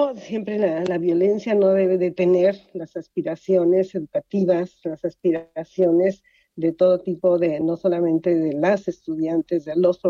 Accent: Mexico; sumarme como mexicana, como profesora, como académica, como mujer y como feminista

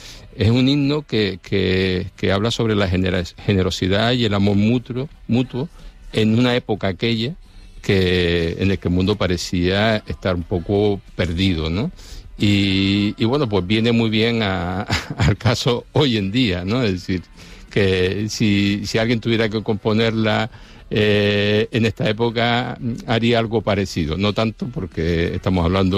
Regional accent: Basque Country, Spain; Yo soy del barrio de Zárate, me crié allí.

